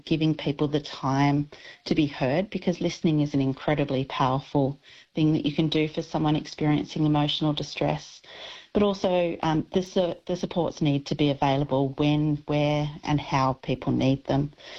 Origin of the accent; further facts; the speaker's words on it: Australia; as our Australian society, we need to, you know, let our politicians know that there's things that we would like them to be doing